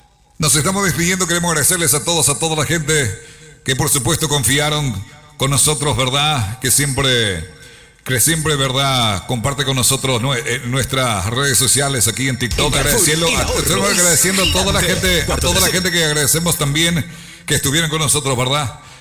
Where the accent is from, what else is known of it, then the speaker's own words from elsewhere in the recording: Paraguay; como buen paraguayo, uno siempre quiere escuchar su música